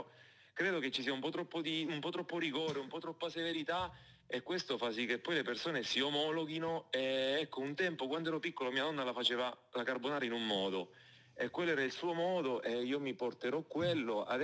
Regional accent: Teramo, Abruzzo, Italy; born there; also born or lived in Venezuela / Rome / Granada; mio padre invece è di Teramo, poi vari conflitti relazionali, alla fine sono finito con mio padre a Teramo, città che mi ha accolto, regione che mi ha accolto alla grande, mi sento molto abruzzese, anzi sono molto orgoglioso anche della mia terra.

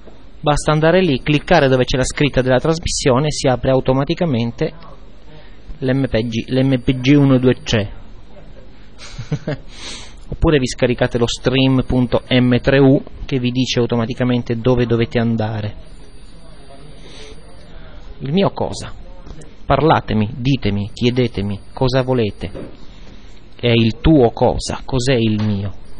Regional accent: Syracuse, Sicily, Italy; now in Catania, Italy; io sono di Siracusa. Che fa? Non si sente? Sono un siracusano, mi sono un siracusano.

